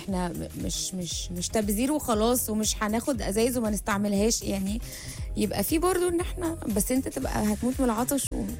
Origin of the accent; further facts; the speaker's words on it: Egypt; بجد بجد احنا كمصريين والله احنا علشان احنا نشبه جنسيات كتيره جدا مختلفه